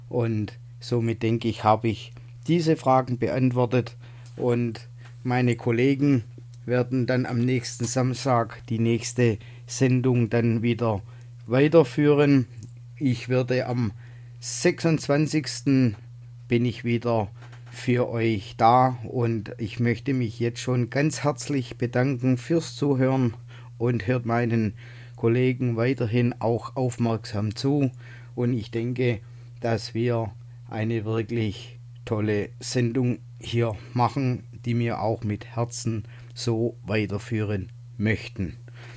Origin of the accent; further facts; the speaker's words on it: Baden-Württemberg, Germany; ich komme aus dem Süden Deutschlands, aus dem schönen Baden-Württemberg. Man hört es vielleicht auch am Dialekt.